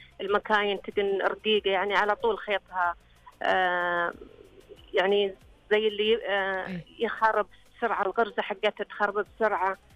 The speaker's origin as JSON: {"language": "Arabic", "region": "Eastern Province", "country": "Saudi Arabia", "said": "عندنا بالشرقية"}